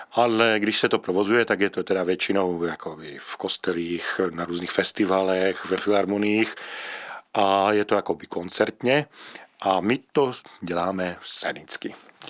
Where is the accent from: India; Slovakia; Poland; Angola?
Slovakia; now in Ostrava, Czechia; Ale spíš jako Pražáci říkají, že mluvím tak ostravsky, že taky nenapadne, že jsem Slovák.